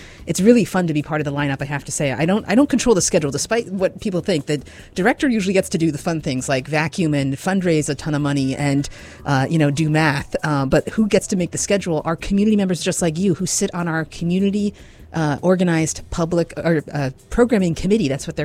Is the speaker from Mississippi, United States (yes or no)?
no; Barre, Vermont, United States; since I was a teenager growing up in Barrie City.